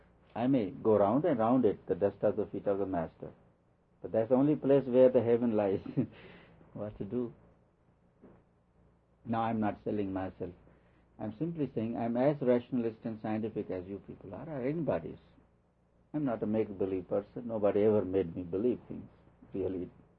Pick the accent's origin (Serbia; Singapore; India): India; now in United States; Not because I'm Indian. I think I'm as good an Indian as I'm good American.